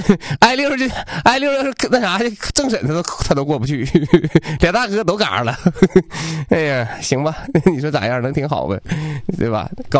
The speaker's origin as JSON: {"language": "Chinese", "region": "Northeast China", "country": "China", "said": "一般的我们东北人呢，我们那个大陆人都管摩托车呢叫摩托车"}